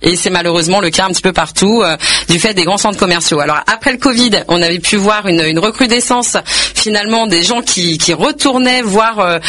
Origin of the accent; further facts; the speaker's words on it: Bessancourt, Île-de-France, France; moi j'y ai grandi. Voilà, donc je vais pas dire que j'y suis née parce que, mais j'y ai grandi et puis je suis issue sixième génération de Bessancourtoise. Donc autant vous dire que je connais très bien la ville de Bessancourt.